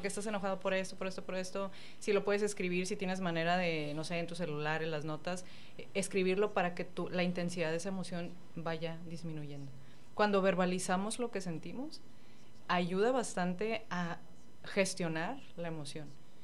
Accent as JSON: {"language": "Spanish", "town": "Tijuana", "region": "Baja California", "country": "Mexico", "said": "yo también soy de Tijuana y vivo este estrés de los cruces fronterizos todo el tiempo."}